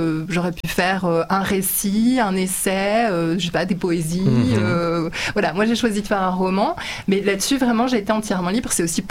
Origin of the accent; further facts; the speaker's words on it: France; moved away as an adult; now in Budapest, Hungary; je suis née en France de parents hongrois.